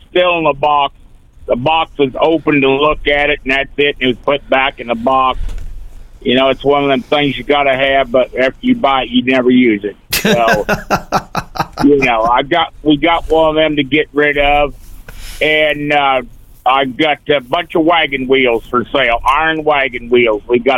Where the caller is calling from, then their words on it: LaGrange, Missouri, United States; I'm calling from LaGrange this morning.